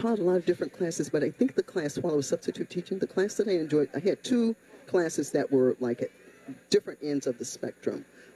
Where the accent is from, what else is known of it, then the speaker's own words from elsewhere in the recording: Alabama, United States; moved away as an adult; also born or lived in Elgin; now in McHenry County, United States; It is. I moved to Illinois when I was 18.